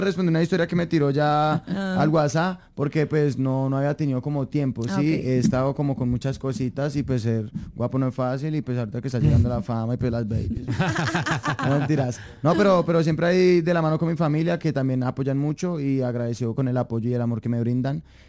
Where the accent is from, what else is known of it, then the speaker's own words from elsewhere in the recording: Soacha, Cundinamarca, Colombia; moved away; also born or lived in Colombian Pacific; Yo reitero que yo naturalmente de Bogotá vengo de Cazuca, ¿sí? Uh-huh. Se llama Ciudad de la Sucre, estamos hablando de la Comuna 4 de Soacha